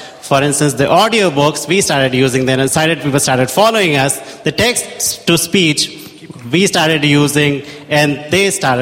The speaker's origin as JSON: {"language": "English", "town": "Orlando", "region": "Florida", "country": "United States", "said": "I'm from Orlando, Florida, a wonderful place where you all be there next year."}